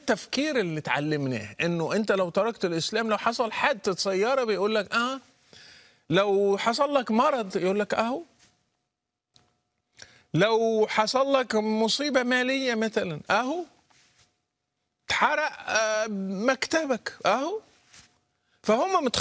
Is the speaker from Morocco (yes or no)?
yes; Morocco; أنا بتذكر أول رمضان لم أصمه، لأنه كان عندنا في المغرب فكرة من ضمن التخويف